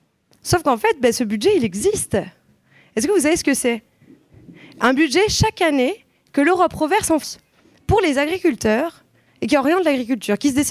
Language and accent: French; Réunion; born there; J'avoue, je suis née à la Réunion